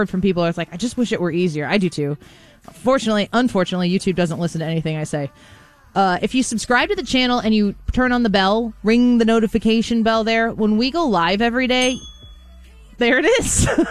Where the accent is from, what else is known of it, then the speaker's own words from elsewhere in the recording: Illinois, United States; I'm from Illinois